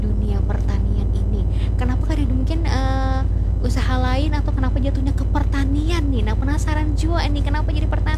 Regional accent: South Kalimantan, Indonesia; ajar kita orang Banjar kalau tuntung habis payu ludes, alhamdulillah

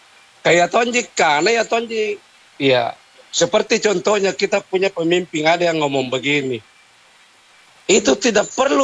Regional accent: Makassar, South Sulawesi, Indonesia; biar kita asli Makassar

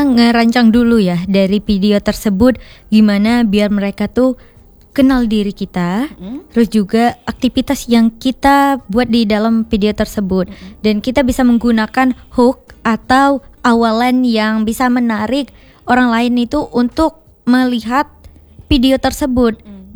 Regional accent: Lahat, South Sumatra, Indonesia; moved away as an adult; now in Palembang, Indonesia

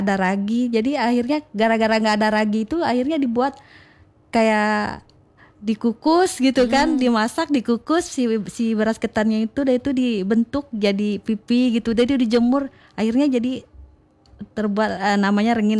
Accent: West Java, Indonesia; Iya, memang okay. saya dari Jawa Barat Sunda mm-hmm. ya kan. Mm-hmm. Iya, orang mama sama nenek kan memang orang Sunda dia kan.

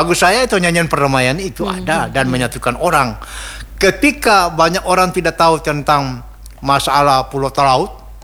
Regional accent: Ternate, North Maluku, Indonesia; Saya dari Ternate sana.

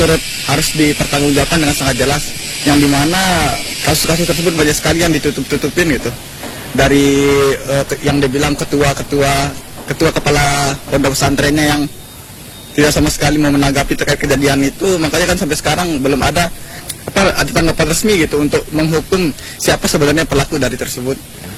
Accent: Mataram, West Nusa Tenggara, Indonesia; saya dari Mataram.

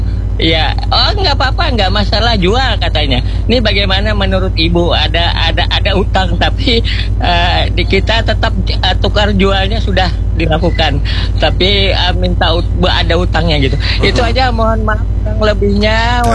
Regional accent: South Kalimantan, Indonesia; Secara kebiasaan saya sebagai orang Banjar memang dari kecil ibu ya

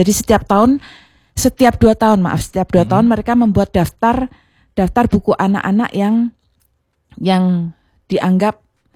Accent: Pekanbaru, Riau, Indonesia; Enggak sedikit orang yang enggak percaya bahwa saya ini dari Pekanbaru.

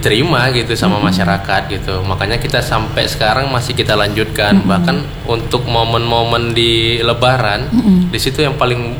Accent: Medan, North Sumatra, Indonesia; now in Deli Serdang, Indonesia; kami kan warga Medan tapi domisili di Deli Serdang

